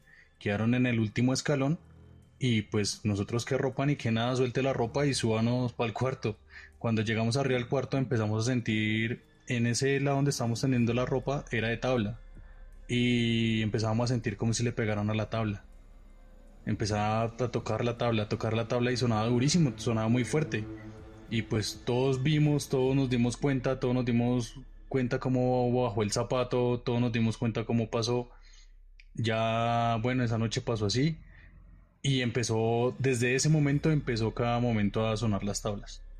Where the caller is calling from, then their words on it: Bogotá, Colombia; soy de Bogotá, vivo en la localidad de San Cristóbal.